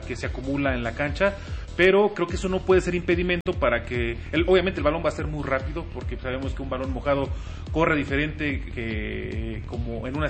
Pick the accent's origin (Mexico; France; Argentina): Mexico; nosotros como mexicanos